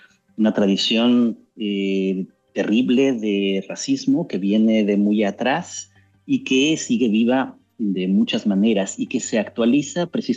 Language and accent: Spanish; Mexico; aunque yo soy mexicano, aunque también es español, el imaginario que tengo más cerca es el de la frontera de México con Estados Unidos.